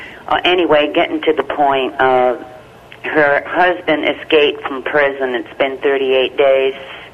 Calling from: Middletown, Rhode Island, United States; from Middletown, Rhode Island.

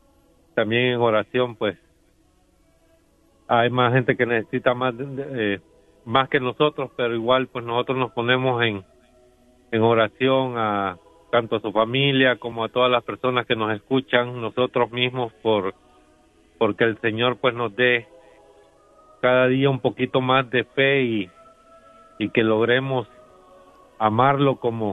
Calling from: Texas, United States; Ya somos parte también del Cenáculo de la Divina Misericordia aquí en la iglesia de San Marcos en Pleno, en Texas.

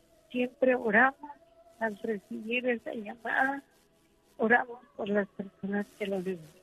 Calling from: Guatemala; Lo llamo de Guatemala.

